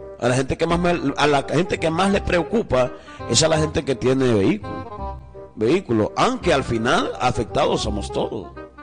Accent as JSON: {"language": "Spanish", "town": "Salamá", "region": "Baja Verapaz", "country": "Guatemala", "said": "piense que yo vengo de la zona de Salamá y allá habían muchas familias que no pagaban."}